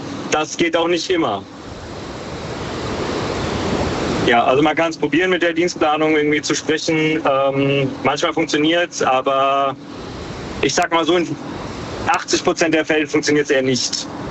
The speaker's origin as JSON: {"language": "German", "region": "Hesse", "country": "Germany", "said": "Hi, aus der Nähe von Frankfurt."}